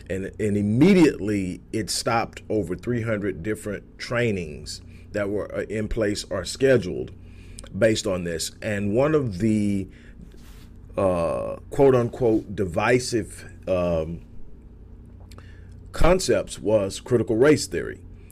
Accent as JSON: {"language": "English", "country": "United States", "said": "we define ourselves as blacks or as African American, or clearly define ourselves as those who are the descendants of slaves in this country"}